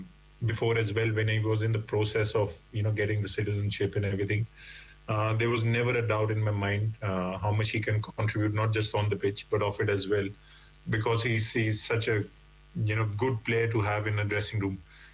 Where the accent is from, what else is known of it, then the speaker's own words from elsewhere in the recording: India; when I tell them that I'm from India and stuff like that.